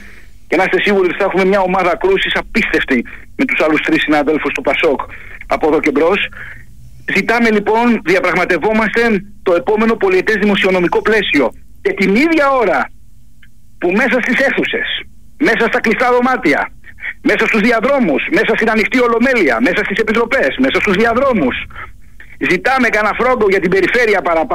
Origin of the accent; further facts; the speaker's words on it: Kefalonia, Ionian Islands, Greece; Εγώ επειδή κατάγομαι από την Κεφαλονιά